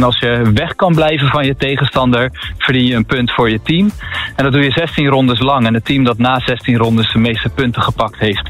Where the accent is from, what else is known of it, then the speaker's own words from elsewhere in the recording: Netherlands; En ik als Nederlander heb me daarbij toegevoegd.